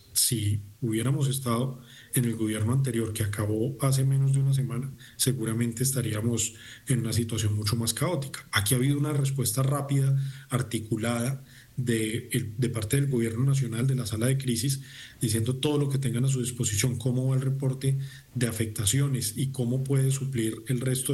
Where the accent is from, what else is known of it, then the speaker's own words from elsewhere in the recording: Coffee Axis, Colombia; now in Cali, Colombia; el eje cafetero, es la suma de tres departamentos, Caldas, Risaralda y Quindío, de donde soy yo